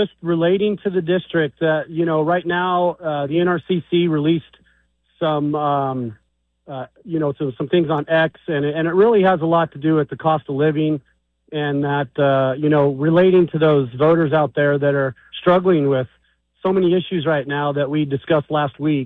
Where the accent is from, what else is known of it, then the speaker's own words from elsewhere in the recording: Nevada, United States; I'm from Nevada. I understand Nevada, lived, raised, born, raised